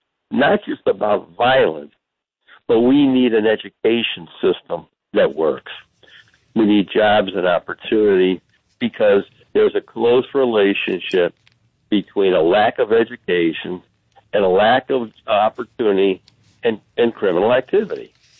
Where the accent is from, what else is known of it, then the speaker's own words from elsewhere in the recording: Cleveland, Ohio, United States; also born or lived in Glenville, Cleveland; I was born in the Glenville neighborhood, raised in Collinwood.